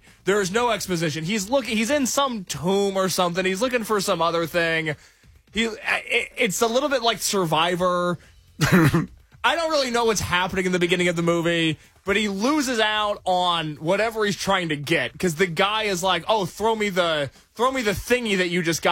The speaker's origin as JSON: {"language": "English", "region": "Indiana", "country": "United States", "tie": "born there", "moved": "yes", "lives_now": "Chicago, United States", "said": "I used to hide from management that I was from Indiana because I was afraid they would ship me off there and make me leave Chicago."}